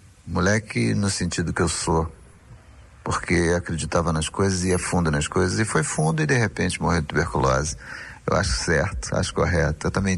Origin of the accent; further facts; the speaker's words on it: Rio de Janeiro, Brazil; born there; also born or lived in Paty do Alferes; nós saímos do Morro de São Carlos, fomos morar na Praça da Bandeira. Na Praça da Bandeira, nós enfrentamos as enchentes. Uma vez eu fiquei com uma enchente até a canela. Aí nós fomos morar no Rio Comprido.